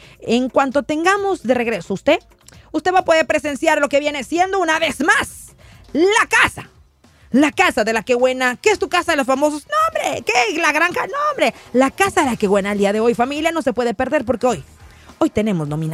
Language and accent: Spanish; Rosarito, Baja California, Mexico; Yo que soy de Rosarito y que Tijuana es la capital del taco, tan buenos los tacos